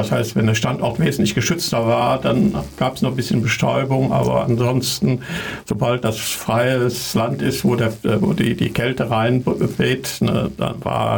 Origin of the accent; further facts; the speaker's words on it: North Rhine-Westphalia, Germany; Also einmal die Information vielleicht hier aus meiner Heimat, aus Lippe.